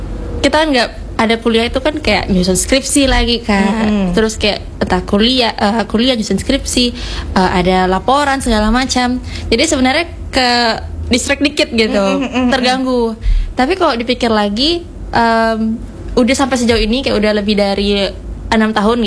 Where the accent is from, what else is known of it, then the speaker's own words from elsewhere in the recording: Pontianak, West Kalimantan, Indonesia; Karena kalau kita ya kak, kalau kita itu orang Pontianak lah, kayak bisa kalau saya kan hidupnya lama di sini ya kak.